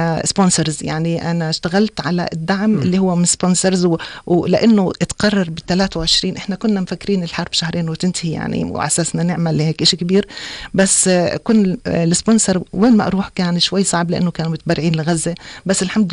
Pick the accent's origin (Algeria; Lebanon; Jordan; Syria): Jordan